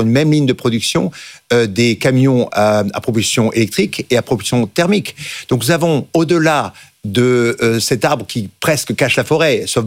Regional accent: France; chez nous, en France.

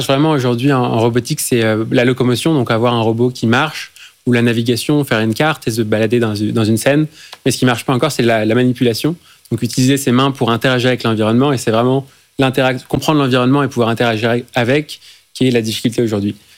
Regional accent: France; Je suis français.

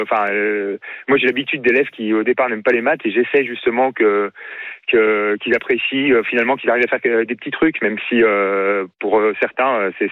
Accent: Lyon, Auvergne-Rhône-Alpes, France; Et comme je suis lyonnais, en plus, c'est vrai que Benzema, je l'adore, quoi.

